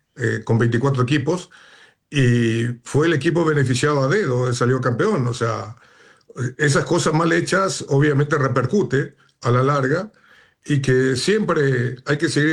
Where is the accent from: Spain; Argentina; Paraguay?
Paraguay; acá en mi país